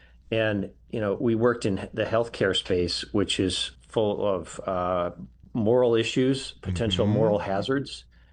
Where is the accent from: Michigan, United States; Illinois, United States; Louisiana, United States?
Michigan, United States; moved away as an adult; now in Boise, United States; I grew up in Michigan in a church-going family, and I attended Catholic schools for most of my grown-up years. Went to college and grad school in Michigan, and then eventually made it my way west.